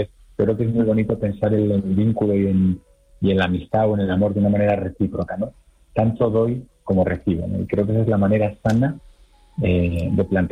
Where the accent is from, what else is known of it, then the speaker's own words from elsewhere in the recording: Spain; por lo menos en España, que tenemos unos servicios de salud mental para la infancia y para la adolescencia